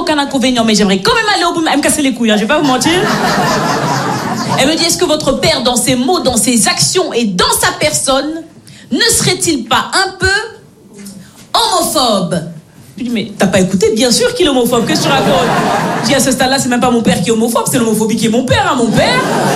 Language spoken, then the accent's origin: French; Belgium; born or raised there